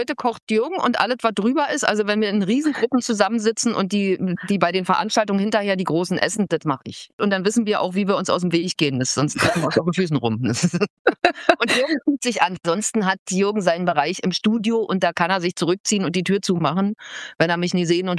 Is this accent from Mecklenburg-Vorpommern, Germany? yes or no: no; Buckow, Brandenburg, Germany; So, weil ich bin ja, wie gesagt, in Buku aufgewachsen.